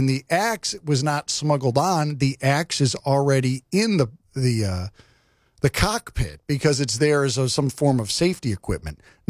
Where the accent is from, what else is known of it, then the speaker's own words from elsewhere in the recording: New York, United States; moved away as an adult; also born or lived in Washington, D.C.; I lived in D.C. on September 11th. I'm from the New York tri-state area, and I had lived in New York City before I moved to New York or to D.C. I lived in the late 90s in New York City, moved to D.C.